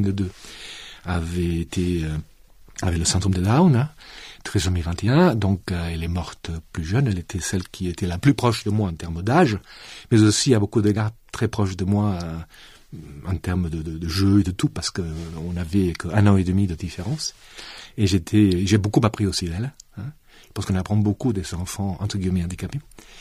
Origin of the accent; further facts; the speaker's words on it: south of France, France; accent: southern French; moved away as an adult; now in Montreal, Canada; Donc, je viens du sud de la France, en effet, mon accent le trahit parfaitement. Et donc, j'ai eu la chance de naître dans un monde de paysans. Mes parents étaient des paysans, étaient des fermiers, en fait.